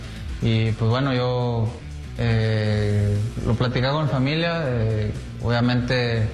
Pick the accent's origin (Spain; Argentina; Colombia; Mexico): Mexico; somos mexicanos, somos un país que está muy unido